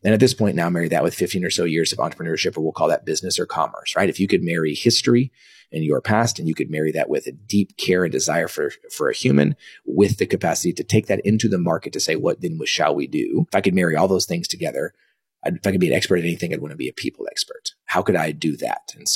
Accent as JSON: {"language": "English", "town": "Dallas", "region": "Texas", "country": "United States", "tie": "born or raised there", "also_born_or_lived": "Kansas", "said": "So I was born in 1983. I was born in Kansas. I only lived there for about a week. Came back to Dallas night"}